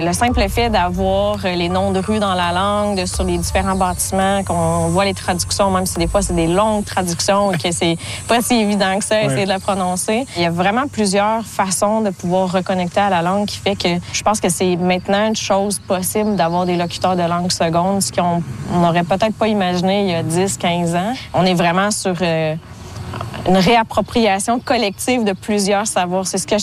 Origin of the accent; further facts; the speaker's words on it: Odanak, Quebec, Canada; Oui, j'ai grandi à Donnac.